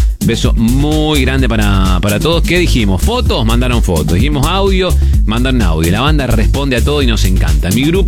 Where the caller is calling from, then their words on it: Villa Gobernador Gálvez, Santa Fe, Argentina; de Villa Gobernador Gálvez.